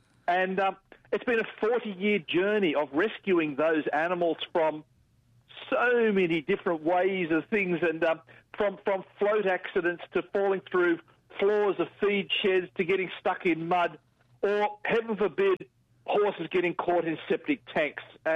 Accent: New South Wales, Australia; I have been doing rescue in my little patch for over 40 years. So I'm from New South Wales. So I'm in an area northwest of Sydney called the Hawkesbury.

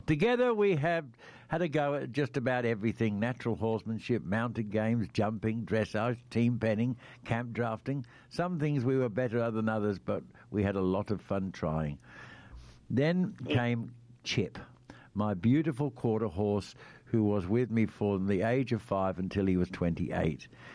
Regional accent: Western Australia, Australia; also born or lived in Darwin; owner of Pimp My Pony. I was born in Darwin, but have lived in Western Australia for most of my life.

